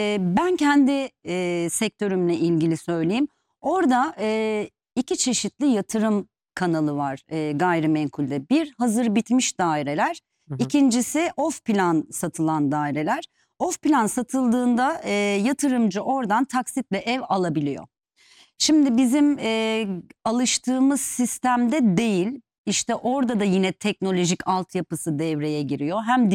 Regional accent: Istanbul, Turkey; also born or lived in Antalya; now in Dubai, United Arab Emirates; Ben aslen İstanbulluyum ama 25-30 yıl Antalya'da yaşadım.

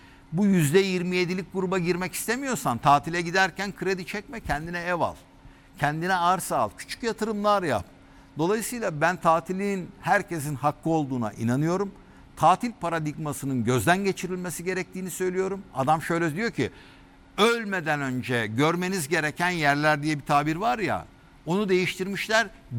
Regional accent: Aegean Region, Turkey; oraya da gitmeyin demiyorum, ben kendim Ege'liyim.

